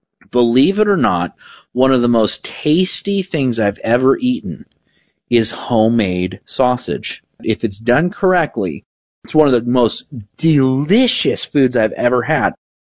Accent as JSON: {"language": "English", "region": "California", "country": "United States", "moved": "yes", "said": "I come from California, it's surfer talk."}